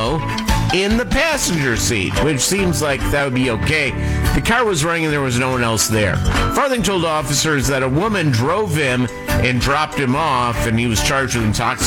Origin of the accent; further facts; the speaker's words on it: Muskegon, Michigan, United States; I would leave my hometown. I would leave Muskegon, Michigan.